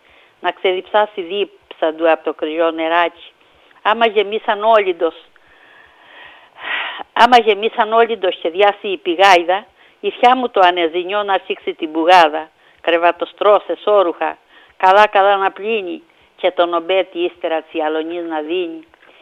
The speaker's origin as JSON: {"language": "Greek", "country": "Greece", "tie": "born or raised there", "moved": "yes", "said": "στο χωριό μου, ναι, το Νεφιά."}